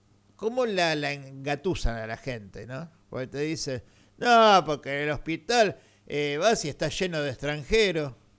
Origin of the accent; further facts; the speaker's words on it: Argentina; Nosotros, sí, somos Argentina.